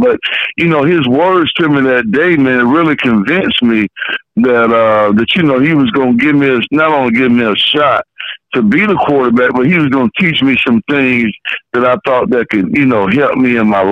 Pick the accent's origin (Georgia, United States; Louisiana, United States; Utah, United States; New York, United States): Georgia, United States; Atlanta; also born or lived in Chicago / Decatur; I grew up in a part of Atlanta that was right next to Decatur up until I was about 12. And then we moved to Decatur when I was about 12. And so really a lot of my roots come from Atlanta and Decatur too.